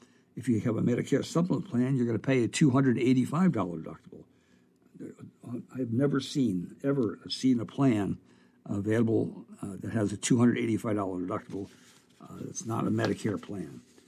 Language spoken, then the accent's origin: English; Delaware, United States; I was raised in Delaware